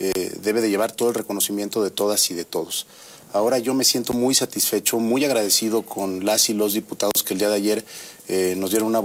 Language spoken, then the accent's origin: Spanish; Oaxaca, Mexico; Yo soy oaxaqueño, mi padre oaxaqueño, mi abuelo oaxaqueño.